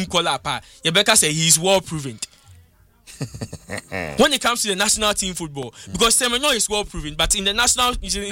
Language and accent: English; Ghana; The only time me as a Ghanaian, me share football